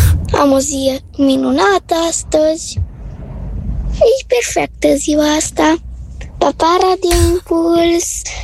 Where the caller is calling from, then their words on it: Florești, Romania; din Florești.